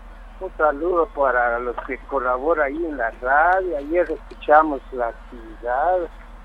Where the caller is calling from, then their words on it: Patzún, Chimaltenango, Guatemala; En la aldea Chuiquel